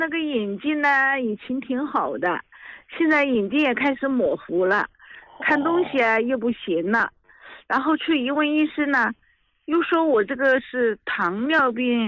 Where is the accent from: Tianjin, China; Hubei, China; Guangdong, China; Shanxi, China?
Hubei, China; 我家是湖北的，